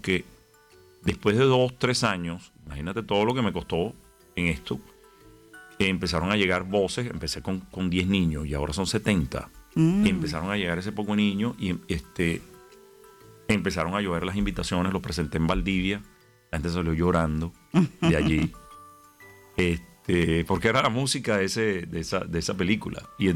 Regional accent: Caracas, Capital District, Venezuela; moved away as an adult; now in Purranque, Chile; Yo, como muchos venezolanos, me vi obligado a salir de mi país

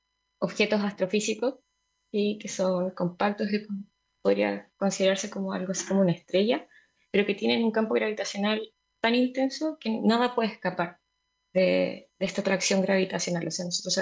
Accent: Osorno, Los Lagos, Chile; now in Santiago, Chile; Soy sureña, soy de Osorno. Estudié allá en el colegio, mi familia está allá también.

